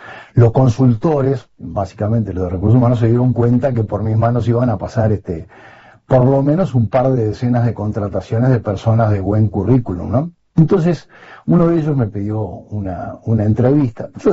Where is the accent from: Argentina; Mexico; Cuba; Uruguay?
Uruguay; me ofende a mí como uruguayo